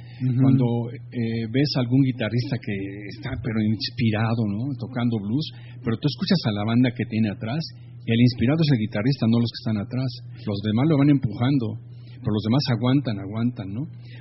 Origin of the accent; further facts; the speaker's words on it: Mexico; ¿por qué nos escuchamos diferente los mexicanos a los gringos